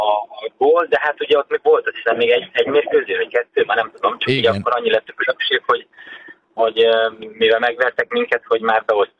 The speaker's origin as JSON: {"language": "Hungarian", "town": "Zalaegerszeg", "region": "Zala", "country": "Hungary", "said": "hogy ugye zalaegerszegiként megéltem azt, hogy amikor felújították a stadiont"}